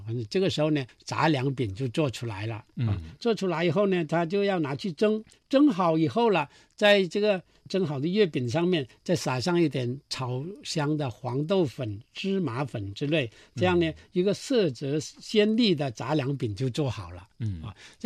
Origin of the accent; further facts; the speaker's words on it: Guangxi, China; 我的家乡在广西那地方不产麦子